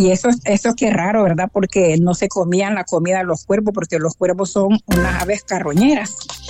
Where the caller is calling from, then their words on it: San Pedro Sula, Cortés, Honduras; De San Pedro Sula.